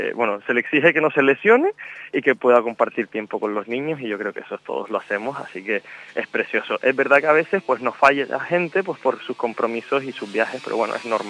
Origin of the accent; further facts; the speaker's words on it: Canary Islands, Spain; moved away; me encantaría algún día volver a mi tierra